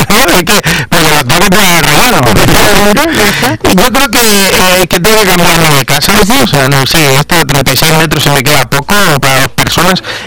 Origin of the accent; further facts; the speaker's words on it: Galicia, Spain; Que soy gallego, ¿no?